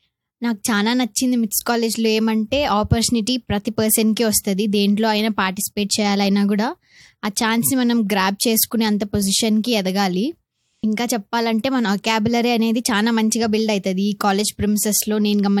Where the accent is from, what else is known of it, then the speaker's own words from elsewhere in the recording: Madanapalle, Andhra Pradesh, India; moved away as an adult; now in Hyderabad, India; నేను పుట్టింది పెరిగింది అంతా మదనపల్లిలోనే.